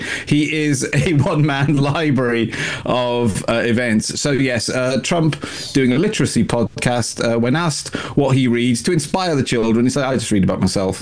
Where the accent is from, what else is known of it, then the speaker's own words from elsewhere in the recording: Wales, United Kingdom; And I'm Welsh, but I'm praying.